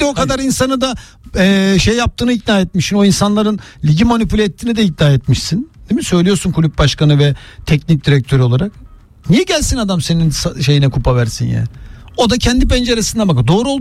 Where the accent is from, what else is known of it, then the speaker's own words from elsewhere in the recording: Istanbul, Turkey; ben Gazi Osman Paşa'da büyüdüm. Hani Senin o hani varoş diye anlattıkları böyle eğitim konusunda problemli bir yerde büyümüşüm.